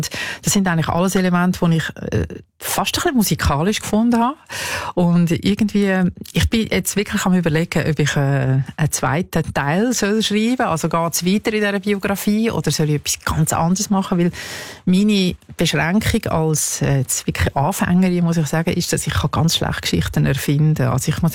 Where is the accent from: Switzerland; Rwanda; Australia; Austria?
Switzerland; in den 70er Jahren in meinem Geburtsort Schweiz, wo ich aufgewachsen bin